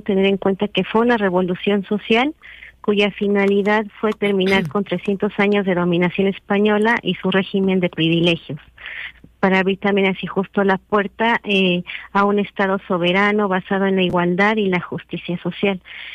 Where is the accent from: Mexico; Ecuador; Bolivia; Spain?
Mexico